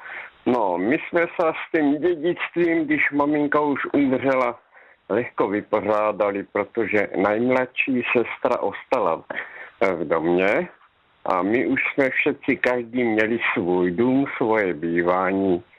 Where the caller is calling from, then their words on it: Topolná, Zlín Region, Czechia; Dobrý večer, ano, tady v Topolné, ale pocházím za Luku.